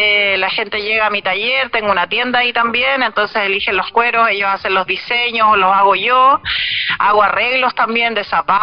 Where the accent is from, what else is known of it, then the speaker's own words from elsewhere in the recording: Diaguitas, Coquimbo, Chile; soy de Diaguitas y soy talabartera.